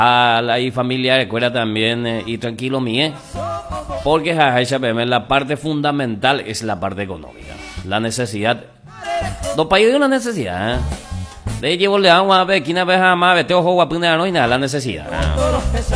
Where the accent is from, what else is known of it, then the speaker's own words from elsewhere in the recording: Paraguay; como paraguayos, nos abrazamos todos